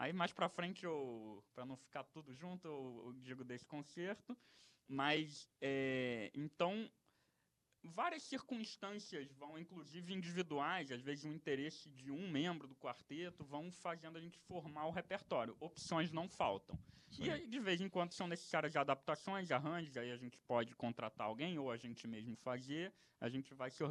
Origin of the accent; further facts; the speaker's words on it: Brazil; a gente, como brasileiro